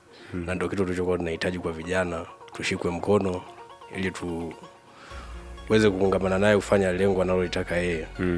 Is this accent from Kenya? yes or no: no; Kitwiru, Iringa, Tanzania; Ni msemaji wa timu ya Wakushi si central natokea Kitwiru.